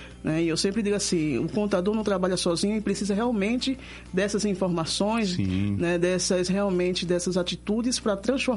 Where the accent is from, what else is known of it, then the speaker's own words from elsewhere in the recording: Recife, Pernambuco, Brazil; moved away as an adult; now in Curitiba, Brazil; Eu sou de Recife, né, na realidade.